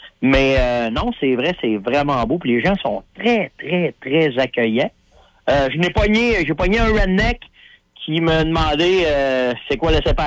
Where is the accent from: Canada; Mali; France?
Canada; Tu sais, je disais, ben, je viens du Canada.